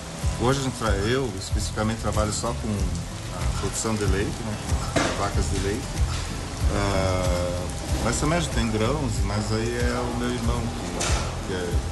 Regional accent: Pinhalzinho, Santa Catarina, Brazil; eu nasci aqui em Pinhalzinho e lembro assim desde criança, quando a minha mãe tinha duas ou três vacas, eu tinha 4, 5, 6 anos

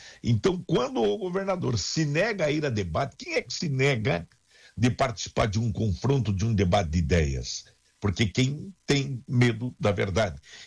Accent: Santa Catarina, Brazil; also born or lived in Rio Grande do Sul / Pinhalzinho; now in Chapecó, Brazil; Eu sou de Santa Catarina, gaúcho, mas catarinense. Mas começou ali, Pinhãozinho, ali é meu lugar.

